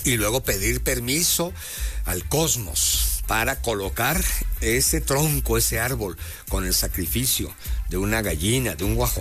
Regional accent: Mexico; yo creo que seguimos riéndonos de muchas cosas como mexicanos, culturalmente hablando.

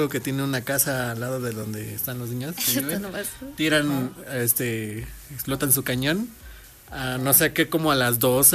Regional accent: Mixteca, Mexico; fíjate que al menos en mi tierra, en la Mixteca, es como que una zona demasiado así que se siente mucho los sismos.

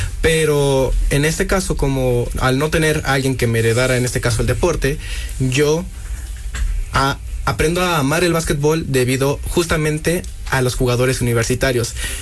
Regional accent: Huejotzingo, Puebla, Mexico; Yo soy de Huejotzingo, Puebla

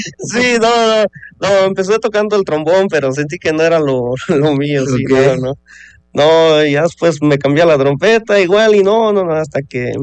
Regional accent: Tecomatlán, Puebla, Mexico; allá en el pueblo, allá porque yo soy de Tecomatlán, de hecho, yo soy de Tecomatlán

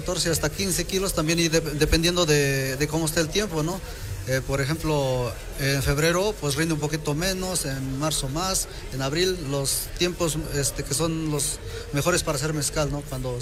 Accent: Mixteca, Mexico; se dice que es la puerta de la Mixteca, ¿no? De mi pueblo

